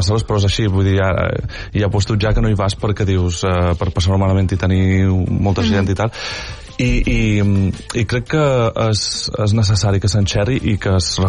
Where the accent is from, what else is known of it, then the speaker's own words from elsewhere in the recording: Menorca, Balearic Islands, Spain; moved away as an adult; now in Barcelona, Spain; jo duc 15 anys aquí a Barcelona, me sent molt d'aquí també, saps? És a dir, òbviament som menorquí i estim Menorca per damunt de tot, però també estim molt Barcelona, perquè és ca meua també ara mateix.